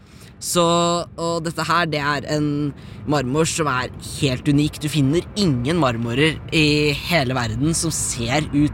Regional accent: Skien, Telemark, Norway; Men jeg har vokst opp på Skien-siden av kommunegrensa.

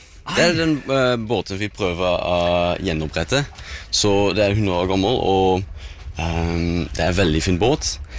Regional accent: Netherlands; now in Norway; men også fra Nederland som jeg kommer fra

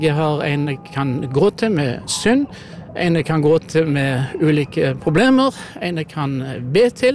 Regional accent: Kvinnherad, Vestland, Norway; now in Klepp, Norway; Jeg bor på Klepp på Jæren, og så vokste jeg opp i Kvinnherra i Sunnhordland.

